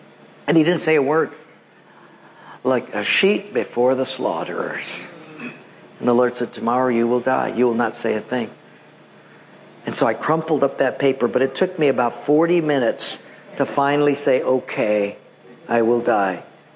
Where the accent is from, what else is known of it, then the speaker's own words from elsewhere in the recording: Palolo, Hawaii, United States; And I thought, dude, you're Haole. I'm from Palolo. You leave the island. I'm home.